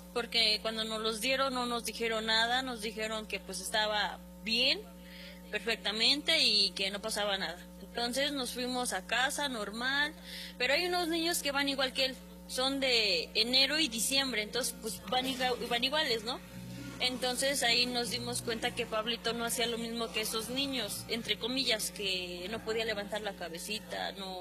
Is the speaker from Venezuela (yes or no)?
no; Puebla, Mexico